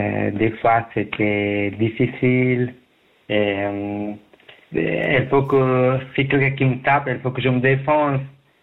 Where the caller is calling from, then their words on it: Morges, Vaud, Switzerland; Non, vers Morges. J'habite à Morges.